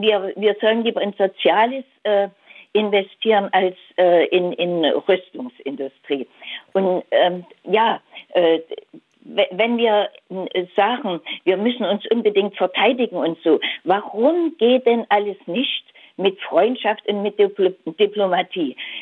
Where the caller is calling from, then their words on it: Thuringia, Germany; bin ja selber aus Thüringen